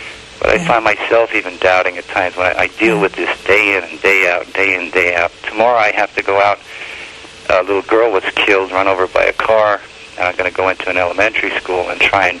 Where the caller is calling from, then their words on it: Ringtown, Pennsylvania, United States; Pennsylvania, Ringtown, Pennsylvania.